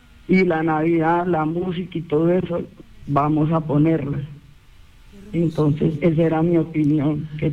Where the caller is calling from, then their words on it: Pereira, Risaralda, Colombia; vivo en Alfonso López.